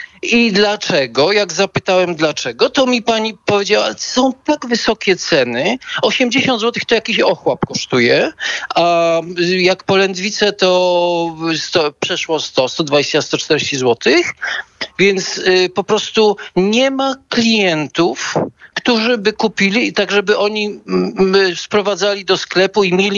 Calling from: Lesser Poland, Poland; Kłaniam się. Ja z Małopolski dzwonię.

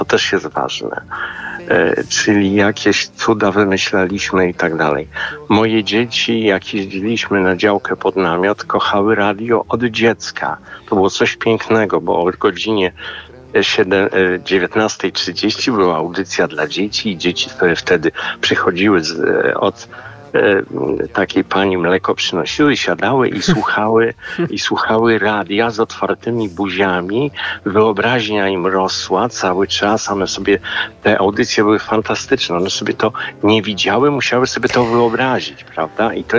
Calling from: Warsaw, Masovian Voivodeship, Poland; z Warszawy.

